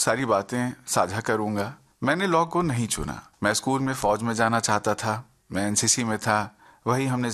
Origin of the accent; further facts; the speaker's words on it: Patna, Bihar, India; moved away; also born or lived in Netherlands; हिंदुस्तान में हमने बिहार को चुना, क्यों चुना नहीं पता, शायद प्रारब्ध था और बहुत प्यारा प्रारब्ध था। पटना ने हमें बनाया, हमने पटना को बताया, तो आज दिल की तहों में हम बिहारी ही हैं।